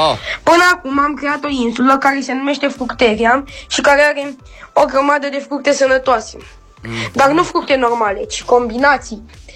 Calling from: Botoșani, Botoșani County, Romania; din Botoșani.

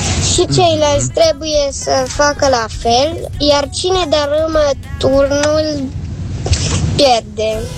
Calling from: Cluj-Napoca, Cluj County, Romania

